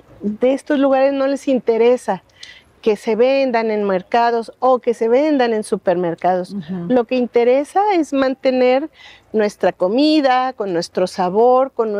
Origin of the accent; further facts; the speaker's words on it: Veracruz, Mexico; mi cultura, mi familia, venimos de la Huasteca Veracruzana